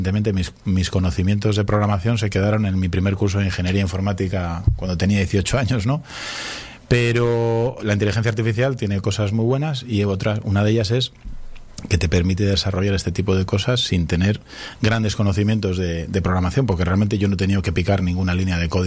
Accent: Laredo, Cantabria, Spain

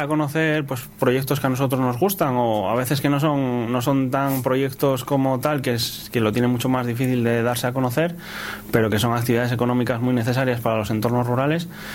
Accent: Torrelavega, Cantabria, Spain; yo soy de Dualez, de un barrio de Torlavega, que está prácticamente dentro de la Isniace

